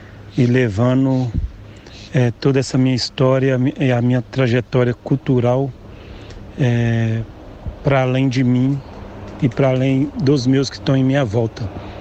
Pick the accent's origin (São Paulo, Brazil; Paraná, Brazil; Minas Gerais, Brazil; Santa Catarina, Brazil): Minas Gerais, Brazil; Sou preto, sou mineiro. Sou pertencente de uma comunidade quilombola, conhecida como Comunidade do Açude, que é localizada na Serra do Cipó.